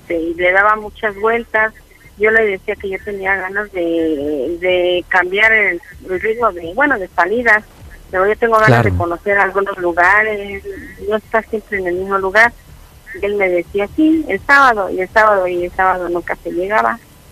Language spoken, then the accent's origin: Spanish; Azcapotzalco, Mexico City, Mexico; Tengo 56 años y vengo de aquí de Azcapotzalco.